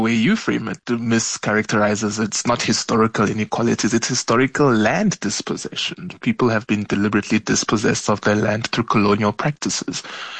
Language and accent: English; South Africa; investigation will really be done expeditiously and really yield the necessary results we require as South African people.